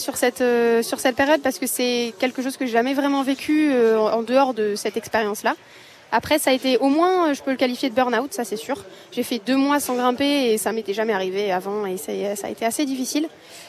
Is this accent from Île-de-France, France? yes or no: no; Nice, Provence-Alpes-Côte d'Azur, France